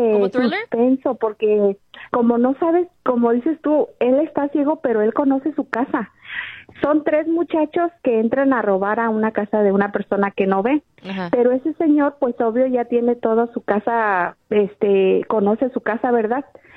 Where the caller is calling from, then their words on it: Arlington, Texas, United States; Hablo de Arlington, Texas.